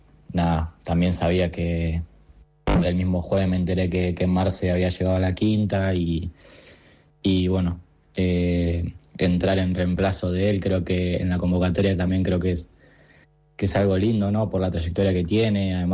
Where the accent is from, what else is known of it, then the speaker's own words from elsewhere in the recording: Puerto San Julián, Santa Cruz, Argentina; now in Madrid, Spain; un entrenador que es de mi pueblo, de San Julián